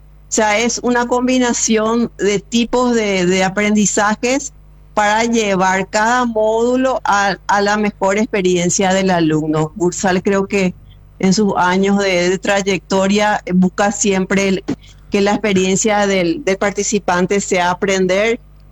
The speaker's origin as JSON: {"language": "Spanish", "country": "Paraguay", "said": "Inclusive como orgullo como paraguayos"}